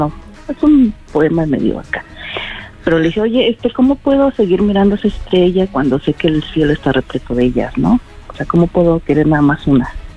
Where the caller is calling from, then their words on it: Mexico City, Mexico; Soy de la Ciudad de México del Sur.